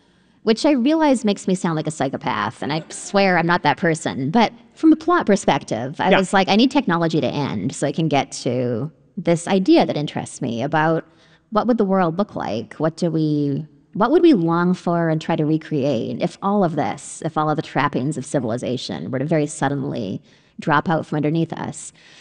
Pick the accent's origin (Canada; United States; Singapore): Canada; I'm Canadian. I feel like I was politer about it.